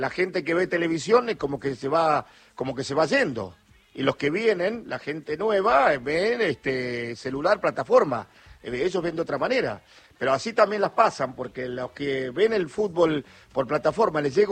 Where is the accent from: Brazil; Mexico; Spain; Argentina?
Argentina; Basavilbaso, Entre Ríos; de Baza Bilbaso, Entre Ríos.